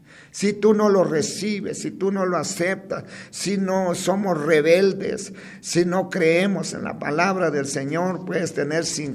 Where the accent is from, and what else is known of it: Guatemala